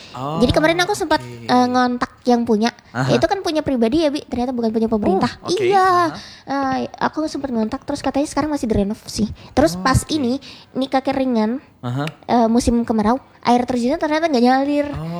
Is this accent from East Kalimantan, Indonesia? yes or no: yes; East Kalimantan, Indonesia; karena aku kan asalnya dari Kutai Barat.